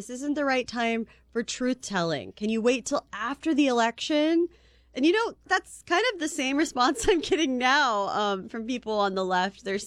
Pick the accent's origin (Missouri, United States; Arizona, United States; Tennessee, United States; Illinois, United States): Missouri, United States; Kansas City; I grew up in the middle of the country. I'm from Kansas City, Missouri, and I came from a Democratic Union family.